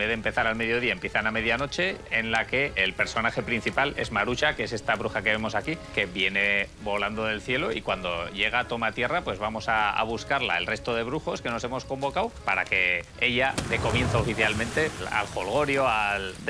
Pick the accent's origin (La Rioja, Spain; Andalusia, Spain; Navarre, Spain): Navarre, Spain; Vidangoz; Yo soy un brujo de Vidangoz, porque a los de Vidangoz nos llaman brujos de apodo.